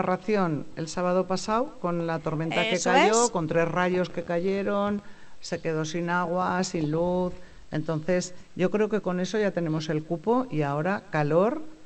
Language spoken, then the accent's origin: Spanish; Aragon, Spain; Bueno, como buen pueblo aragonés, la Jota pues nos da vida